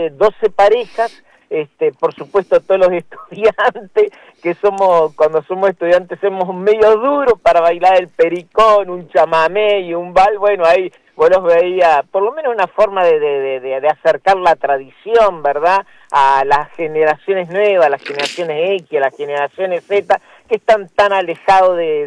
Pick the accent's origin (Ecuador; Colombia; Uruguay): Uruguay; now in Fray Bentos, Uruguay